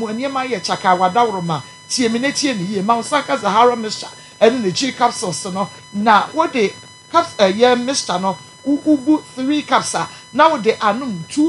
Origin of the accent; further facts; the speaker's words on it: Techiman, Bono East, Ghana; from Techiman.